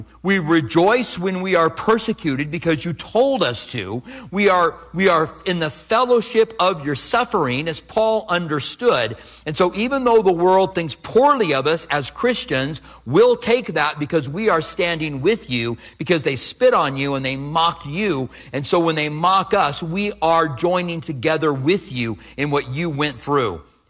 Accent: Clinton, Iowa, United States; Clinton, Iowa, which I am from there.

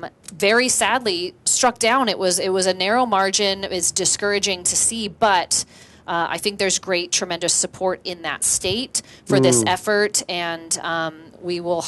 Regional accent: California, United States; It's infuriating as a parent, as a citizen, as a Californian.

